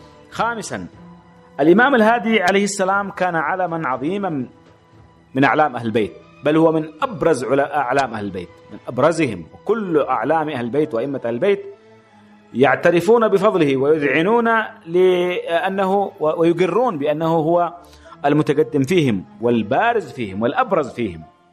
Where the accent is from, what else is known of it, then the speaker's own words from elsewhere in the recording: Yemen; وهذا ما يحتم علينا كيمنيين أن نعود إليه